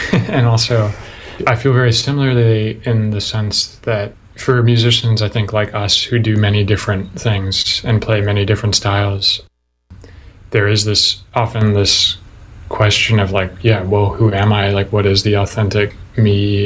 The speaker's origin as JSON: {"language": "English", "country": "United States", "said": "I'm American"}